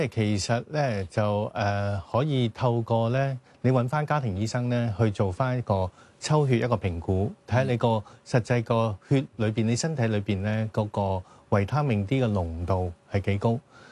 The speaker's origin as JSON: {"language": "Cantonese", "country": "Hong Kong", "said": "我哋香港人可能真係太中意。匿埋喺室內啦"}